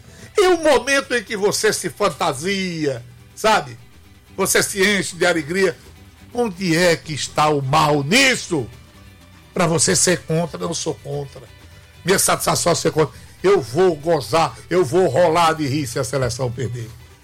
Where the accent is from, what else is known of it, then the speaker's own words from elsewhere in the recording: Brazil; a mim, como brasileiro, como cronista esportivo.